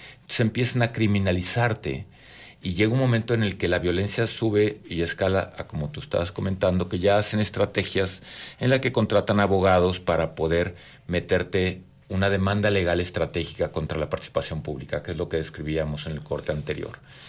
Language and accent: Spanish; Guadalajara, Jalisco, Mexico; born there; also born or lived in Puerto Vallarta; Mira, nosotros nacimos aquí en Guadalajara, nos conocimos en el 92, nos casamos en el 95. En el 96 nos fuimos a Puerto Vallarta